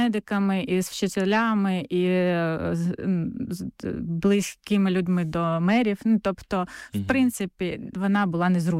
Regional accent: Melitopol, Zaporizhzhia Oblast, Ukraine; Так, з 25 на 26 вересня 23-го року ми з Мелітополя, спочатку скажу

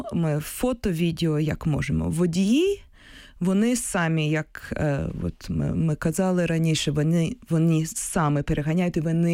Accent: Kyiv, Ukraine; Я сама з Києва, тому я тут зупиняюся.

